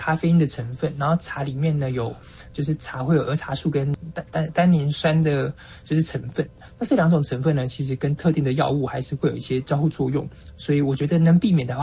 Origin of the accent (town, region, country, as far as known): Taiwan